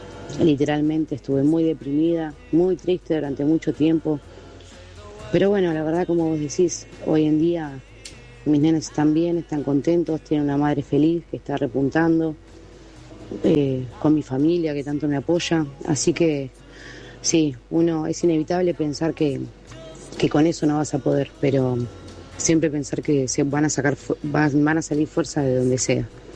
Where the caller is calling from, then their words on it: Buenos Aires, Argentina; de Mataderos. Estoy trabajando acá en un restaurante en Palermo